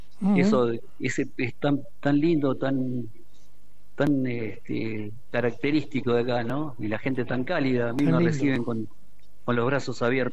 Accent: La Plata, Buenos Aires Province, Argentina; born there; now in Berisso, Argentina; yo soy bericense, soy nacido en La Plata, me mudé a Berisso hace unos años.

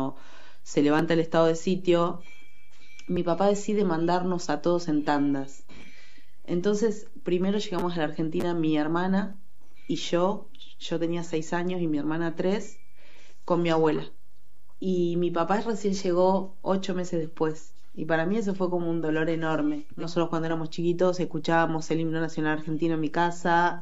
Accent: Caracas, Capital District, Venezuela; born there; Nací en Caracas y estuvimos ahí, bueno, yo 6 años y mis padres estuvieron 8 años.

